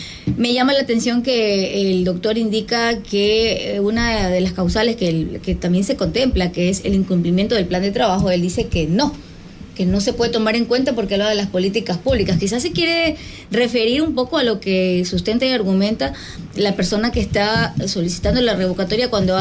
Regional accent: Ecuador; como ecuatorianos siempre vamos a apoyar un presidente de la República

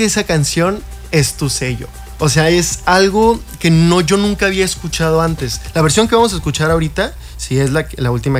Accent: Cancún, Quintana Roo, Mexico; Pero realmente yo soy de Cancún. O sea, yo soy de Cancún. Mis vivencias de la vida han sido aquí. Yo me enamoré de la música aquí en Cancún. Yo hice toda mi vida en Cancún

